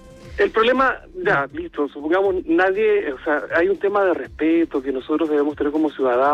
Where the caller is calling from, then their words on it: Lampa, Santiago Metropolitan Region, Chile; Sí, de la comuna de Lampa.